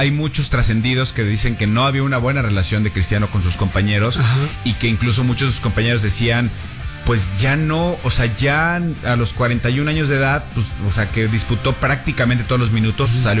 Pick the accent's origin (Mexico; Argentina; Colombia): Mexico; y como mexicano, pues sí te da como esa cosita, es el rival lógico del área, ¿no?